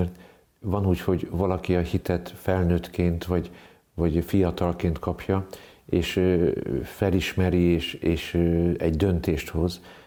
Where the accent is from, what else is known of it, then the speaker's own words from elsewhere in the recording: Budapest, Hungary; Én Budapesten, Zuglóba születtem. Egy 9 gyermekes család legkisebb tagja vagyok. Méghozzá van egy ikertestvérem is. És együtt nőttünk föl. Igazából a Bosnyák tér volt a bázis.